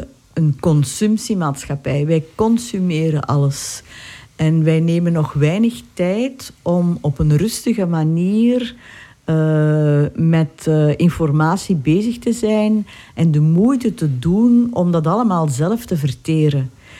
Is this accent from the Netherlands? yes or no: no; Lummen, Flanders, Belgium; now in Herk-de-Stad, Belgium; Ik ben hier ook uit de buurt. Ik ben afkomstig van Lummen. En ik woon in Herk de Stad.